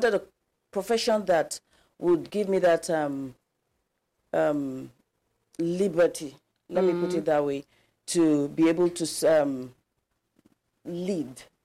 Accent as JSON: {"language": "English", "town": "Jos", "region": "Plateau", "country": "Nigeria", "tie": "born or raised there", "said": "I grew up in Jos."}